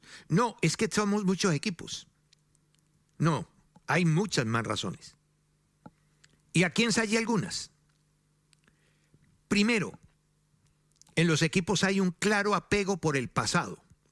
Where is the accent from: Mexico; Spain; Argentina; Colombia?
Colombia